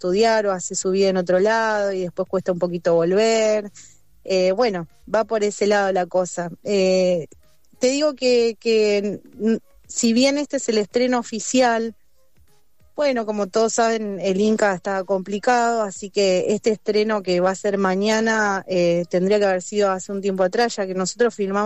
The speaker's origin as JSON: {"language": "Spanish", "town": "Buenos Aires", "country": "Argentina", "tie": "born there", "moved": "yes", "lives_now": "Colón, Argentina", "said": "yo nací en Buenos Aires, soy hija de colonenses y hace 8 años estoy viviendo acá en Colón, así que yo digo que soy porterriana ya, más que nada porque pasé mi niñez también compartiendo los veranos con mis abuelos"}